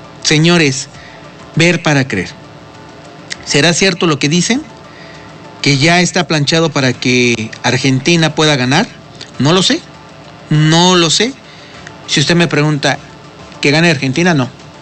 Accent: Mexico; obviamente somos mexicanos, estamos en América.

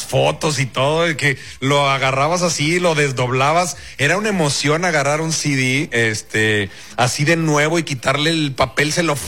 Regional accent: Mexico; eso es un gran orgullo de verdad como mexicanos que somos.

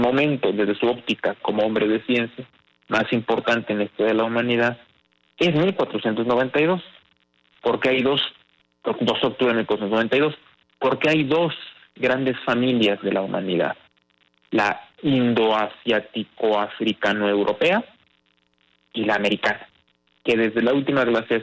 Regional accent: Mexico; todos los mexicanos debemos estar orgullosos porque somos herederos

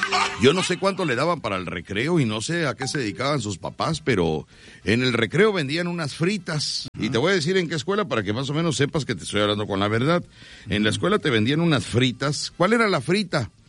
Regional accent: Veracruz, Mexico; Pues ya sabes tú cómo somos los veracruzanos.

